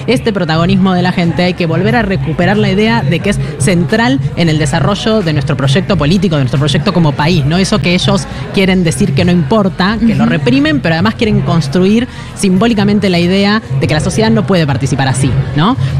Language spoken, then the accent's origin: Spanish; Argentina; porque somos argentinos